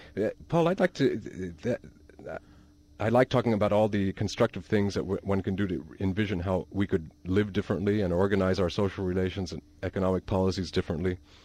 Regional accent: İzmir, Turkey; I know that when I grew up in Turkey, as I mentioned in my opening remarks

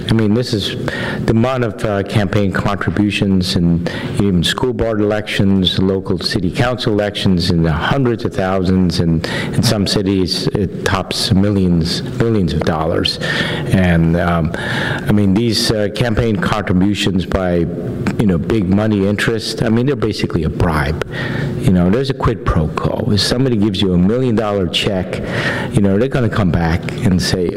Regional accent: New York, United States; I grew up in New York, and the … name is, you know, it's a huge name.

